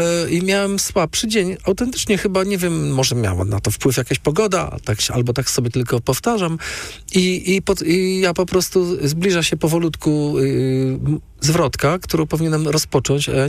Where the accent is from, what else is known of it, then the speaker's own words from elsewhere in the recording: Chełm, Lublin Voivodeship, Poland; ja jestem z Chełma, ale to jest dosłownie rzut beretem od Zamościa.